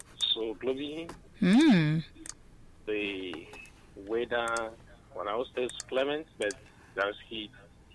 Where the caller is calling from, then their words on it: Enugu, Enugu State, Nigeria; I'm calling from Enugu here.